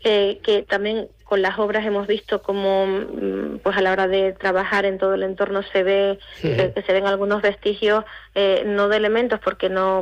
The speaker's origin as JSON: {"language": "Spanish", "region": "Canary Islands", "country": "Spain", "said": "recuerde siempre de dónde venimos, y eso nos permite también seguir construyendo la identidad que como pueblo canario también nos visibiliza y nos identifica y nos une"}